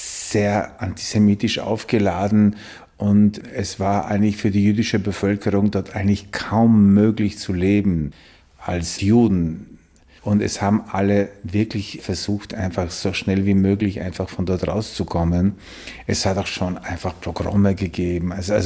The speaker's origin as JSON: {"language": "German", "country": "Poland", "tie": "born or raised there", "second_language": "German", "moved": "yes", "lives_now": "Austria", "said": "an meine Jugend in Polen, wo ich aufgewachsen bin und wo ich doch auch immerhin in die Schule gegangen bin und wo ich ja gelebt habe und wo ich habe auch Polnisch gesprochen und ich habe auch Polnisch gelesen."}